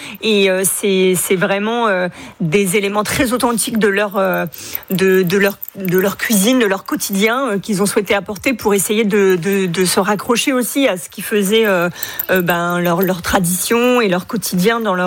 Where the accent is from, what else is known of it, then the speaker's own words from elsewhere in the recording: France; ici chez nous en France.